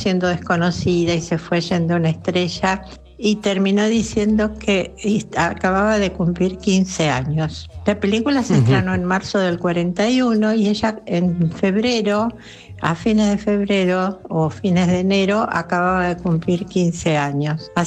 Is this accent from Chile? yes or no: no; Buenos Aires, Argentina